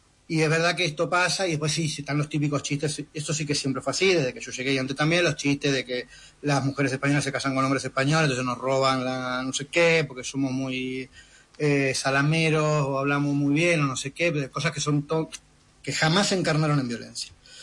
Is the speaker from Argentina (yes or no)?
yes; Argentina; Sobre que los argentinos éramos delincuentes, delincuentes de alto standing